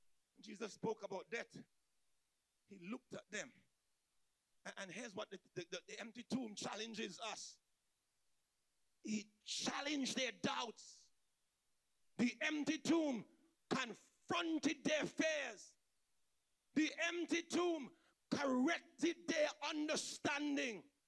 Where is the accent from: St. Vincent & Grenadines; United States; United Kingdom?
St. Vincent & Grenadines; I grew up in St. Vincent. They had a thing called Jack Spanner.